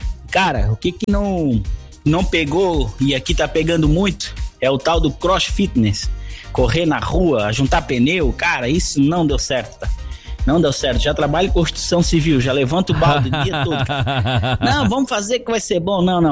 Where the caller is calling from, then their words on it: Santa Catarina, Brazil; aqui de Santa Catarina